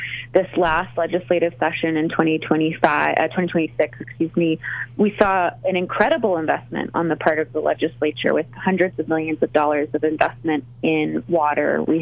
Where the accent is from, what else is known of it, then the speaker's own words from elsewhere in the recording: El Paso, United States; You know, I am actually from the El Paso, Southern New Mexico area myself, and growing up in that region is what brought me to this work.